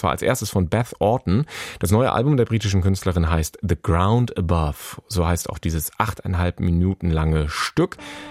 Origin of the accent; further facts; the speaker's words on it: Bremen, Germany; Ich als Bremer fahre dafür sehr, sehr gerne nach Oldenburg.